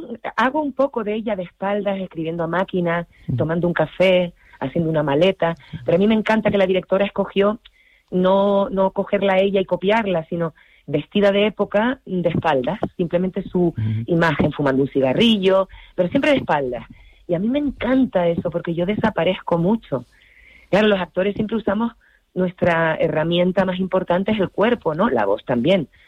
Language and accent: Spanish; Las Palmas de Gran Canaria, Canary Islands, Spain; yo soy de Gran Canaria, yo soy de Las Palmas.